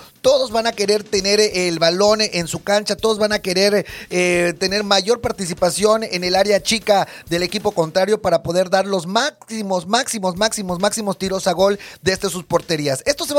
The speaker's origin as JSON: {"language": "Spanish", "town": "Chetumal", "region": "Quintana Roo", "country": "Mexico", "said": "sí somos de aquí, de Chetumal, bueno, de Quintana Roo. Somos de Quintana Roo, de la parte turística de Quintana Roo"}